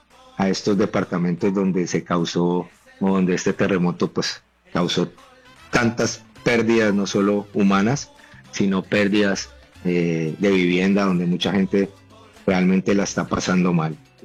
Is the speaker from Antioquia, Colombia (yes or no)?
no; Cali, Valle del Cauca, Colombia; yo estoy en Cali, soy caleño